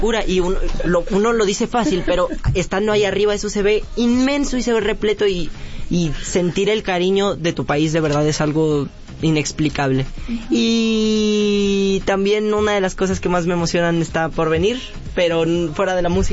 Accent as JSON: {"language": "Spanish", "country": "Mexico", "said": "las tres que hemos tenido aquí en México, porque como mexicano"}